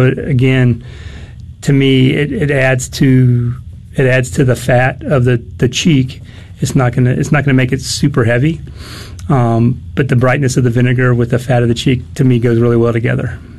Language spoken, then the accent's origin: English; California, United States; born or raised there